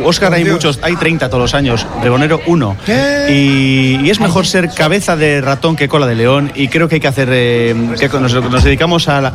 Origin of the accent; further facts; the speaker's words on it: Bilbao, Basque Country, Spain; born there; Y yo nací el 20 de enero, día de San Sebastián. Está todo. Y él nació en Donosti y yo en Bilbao.